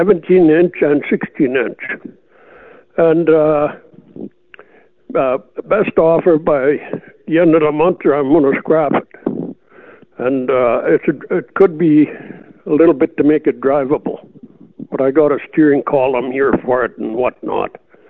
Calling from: Manitoba, Canada; I'm calling from Rural Portage.

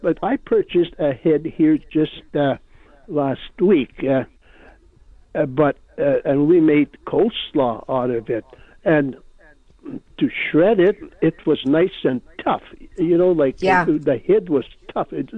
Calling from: Winnipeg, Manitoba, Canada; I'm calling from Winnipeg.

